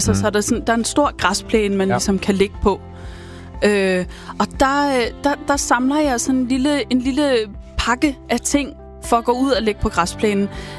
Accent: Hellerup, Capital Region of Denmark, Denmark; Vi er i mit barndomshjem i Hellerup.

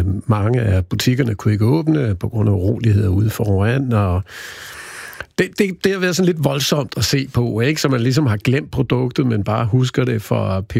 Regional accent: Næstved, Zealand, Denmark; jeg er fra Næstved

